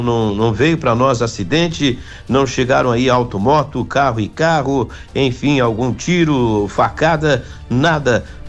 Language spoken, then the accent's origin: Portuguese; Lages, Santa Catarina, Brazil; now in Londrina, Brazil; Da Serra Catarinense. Do Rio Grande, não. Do Rio Grande, não. É lá de Santa Catarina. É a divisa com o Rio Grande.